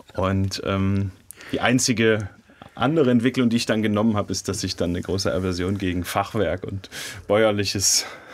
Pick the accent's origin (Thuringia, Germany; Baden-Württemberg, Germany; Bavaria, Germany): Thuringia, Germany; Jena; Ich bin in Jena-Priesnitz groß geworden.